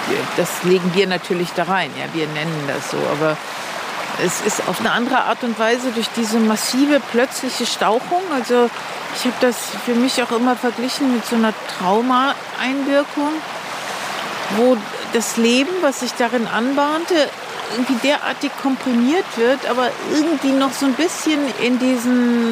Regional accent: Germany; Und ich bin am Rhein aufgewachsen. Und dass mich das doch sehr geprägt hat, dieses Aufwachsen am Fluss.

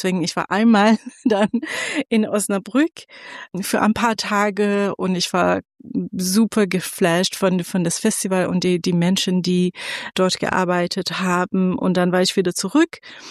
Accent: Tehran, Tehran Province, Iran; German is a second language; moved away as an adult; now in Germany; Genau, ich komme aus dem Iran, aus Teheran und ich bin seit 2013 hier in Deutschland

